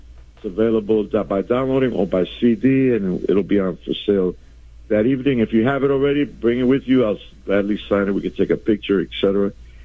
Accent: New York City, New York, United States; I grew up in the Melrose Projects on East 153rd Street, 10 blocks away.

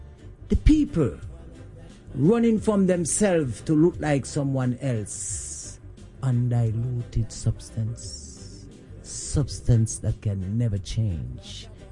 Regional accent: Saint Thomas Parish, Jamaica; growing up in Jamaica, you know, I always have to say this, in a bad St. Thomas, Jamaica, where I and I raised and grew up, you know, on a cultural aspect.

